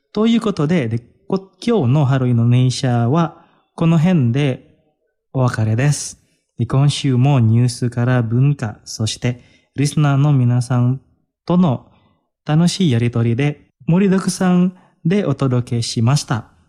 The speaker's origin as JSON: {"language": "Japanese", "country": "Indonesia", "said": "同じインドネシア人として"}